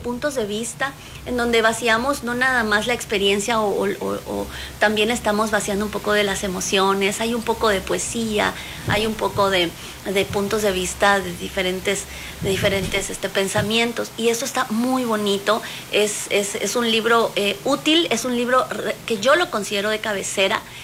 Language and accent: Spanish; Paraguay; now in Mexico; yo soy paraguaya, yo no soy mexicana, vivo hace muchos años en México.